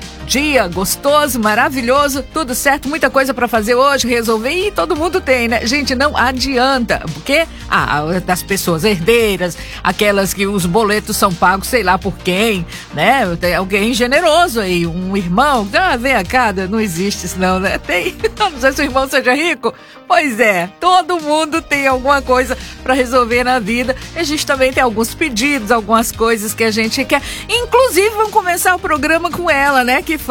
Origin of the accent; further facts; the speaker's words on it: Minas Gerais, Brazil; now in Bahia, Brazil; Ah, eu sou mineira. É por tantos anos por aqui que a gente agora já é baiana. Sou sim.